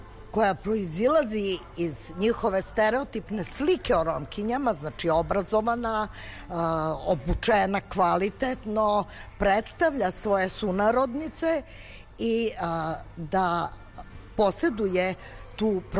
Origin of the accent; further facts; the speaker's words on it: Serbia; ja sam bila jedina iz Srbije, predstavljala sam Srbiju